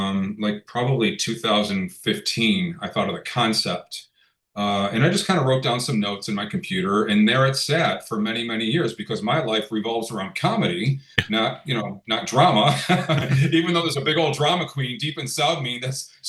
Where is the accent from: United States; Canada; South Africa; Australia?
United States; Webster, New York; As you know, Rochester is my hometown. I grew up in Webster.